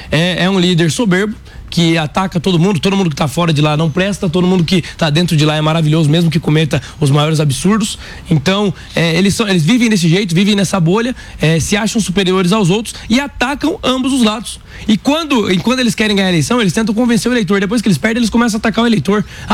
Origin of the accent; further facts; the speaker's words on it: São José dos Campos, São Paulo, Brazil; also born or lived in Sorocaba; Mas eu morei em São José dos Campos a partir dos meus 11 anos.